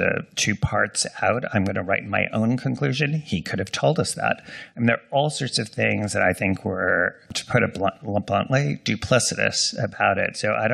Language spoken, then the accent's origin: English; New York, United States; also born or lived in Washington, D.C.; and I'm going to say this as a New Yorker